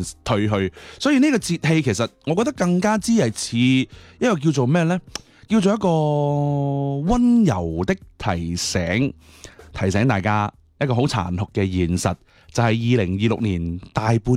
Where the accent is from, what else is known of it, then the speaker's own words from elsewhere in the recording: Guangdong, China; 我哋广东人众所周知冇秋天噶嘛，系嘛？只有夏天同埋冬天，我哋一般系一夜入冬啊嘛。